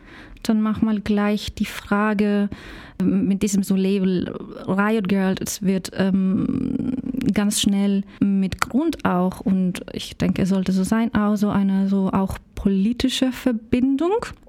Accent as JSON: {"language": "German", "country": "Chile", "second_language": "German", "lives_now": "Germany", "said": "Ich komme aus Chile, aus Lateinamerika"}